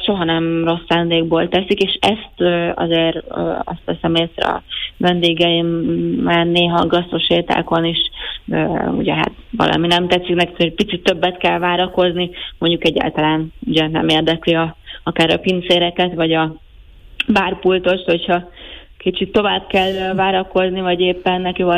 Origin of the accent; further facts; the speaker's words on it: Budapest, Hungary; moved away as an adult; now in Naples, Italy; Nagyon szeretek egyébként itt élni, de azért azt hozzá kell tennem, hogy én Budapesten nőttem fel